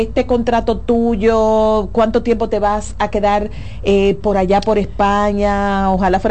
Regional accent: Dominican Republic

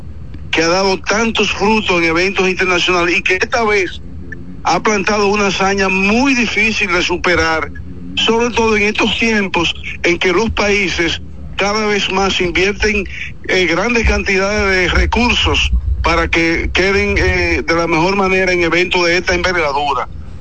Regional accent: Dominican Republic; Y tenemos la satisfacción del deber cumplido como verdaderos dominicanos

